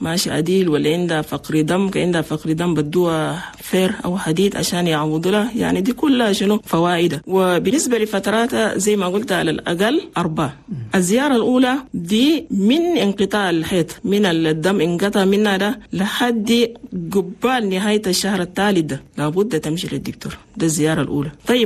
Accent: Chad; لأن نحن عندنا في تشاد نسبة موت عن الأمهات

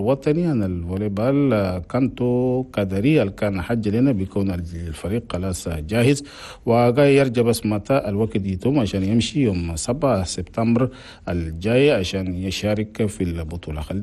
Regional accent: Chad; حنا بلدنا تشاد

